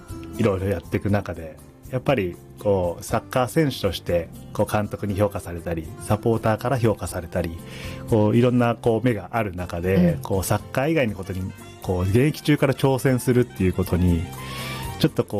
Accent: Gunma, Japan; moved away; で2020年にまた群馬に戻ってくるんですけど、

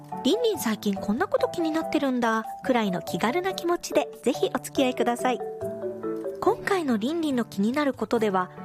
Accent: Gunma, Japan; 私も深谷近隣の遅咲き桜スポットや地元群馬の八重桜が綺麗な場所なども今年は見に行きたいなぁなんて思っています。

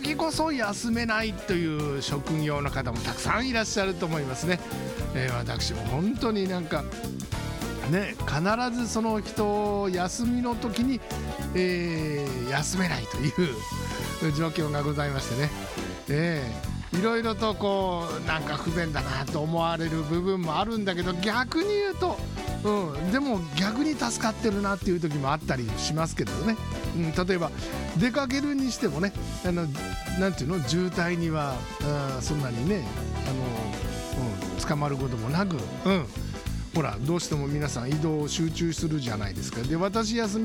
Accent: Fukushima, Japan; 私たち福島県人にとってはね、胸を張って言いたいところでございます。

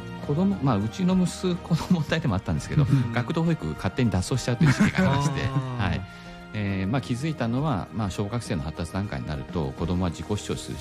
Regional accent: Meguro, Tokyo, Japan; 私目黒区出身で、まあ、中目黒が近いんですけども、

